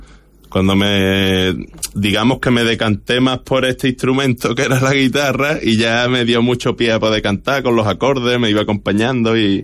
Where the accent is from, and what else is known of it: Ardales, Andalusia, Spain; born or raised there